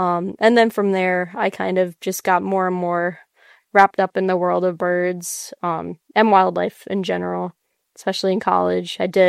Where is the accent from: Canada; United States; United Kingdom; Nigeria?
United States; Washingtonville, New York; I am a Hudson Valley native. I grew up in Washingtonville, New York, and Orange County, across the river